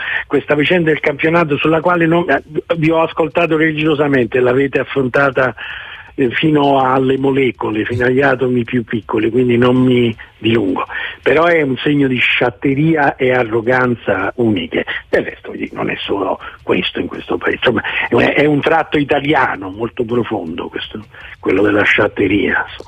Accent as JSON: {"language": "Italian", "town": "Rome", "region": "Lazio", "country": "Italy", "tie": "born or raised there", "said": "Poi comunque voglio dire, crescendo a Roma, amici romanisti, scuola, cioè, però si può cambiare"}